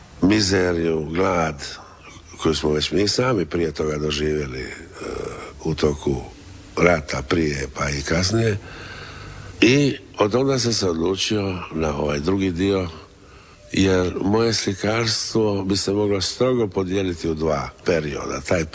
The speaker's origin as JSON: {"language": "Croatian", "region": "Dalmatia", "country": "Croatia", "also_born_or_lived": "Dubrovnik", "said": "ja sam Dalmatinac"}